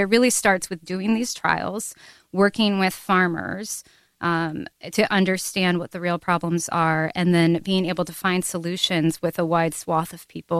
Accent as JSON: {"language": "English", "town": "Davenport", "region": "Iowa", "country": "United States", "tie": "born or raised there", "said": "I grew up in Davenport. I hadn't been on a farm until I was 21 years old."}